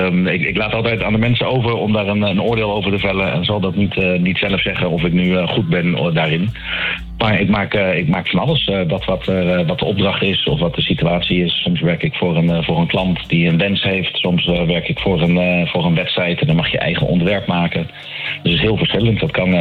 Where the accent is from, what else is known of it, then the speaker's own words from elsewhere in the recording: The Hague, South Holland, Netherlands; Jazeker, ik ben in Den Haag opgegroeid, nabij Scheveningen, en was daar vaak op strand te vinden.